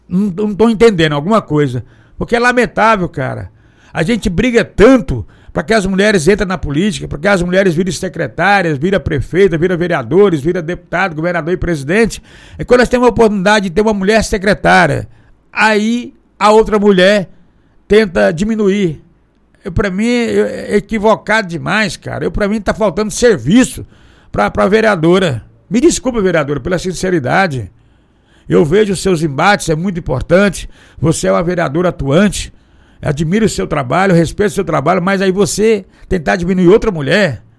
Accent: Barra do Garças, Mato Grosso, Brazil; eu sou de Barra do Garças

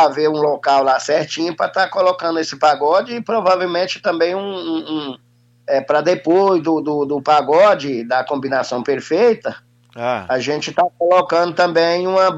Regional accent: Brazil; born there; eu nasci na Barra, eu gosto da Barra

